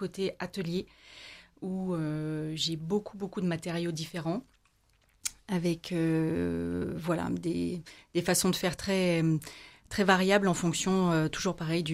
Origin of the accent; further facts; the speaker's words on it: Saint-Étienne, Auvergne-Rhône-Alpes, France; Alors déjà, je suis stéphanoise